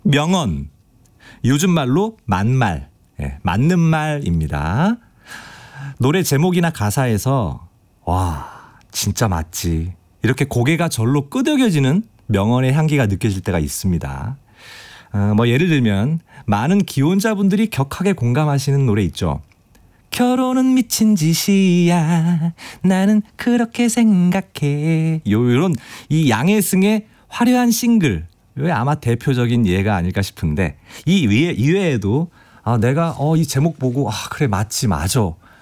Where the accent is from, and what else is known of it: Chungcheong, South Korea; also born or lived in Dangjin